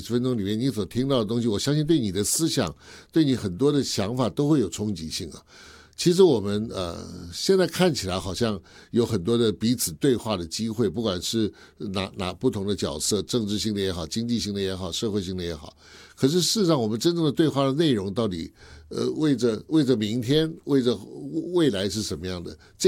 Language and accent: Chinese; Taiwan; 所以我们台湾人在那边反倒